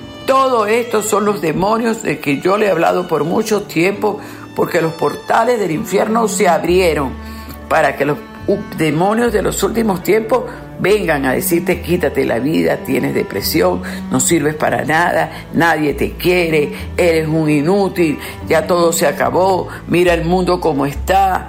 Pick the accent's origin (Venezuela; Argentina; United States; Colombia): Venezuela; Nosotros como venezolanos obtuvimos muchas bendiciones y esas bendiciones vuelven.